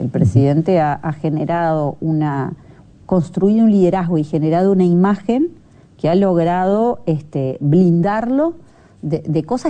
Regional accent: Uruguay

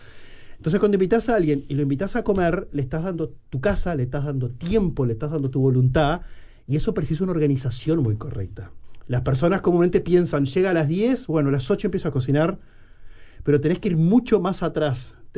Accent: Artigas, Uruguay; Soy de la frontera, soy de Artigas.

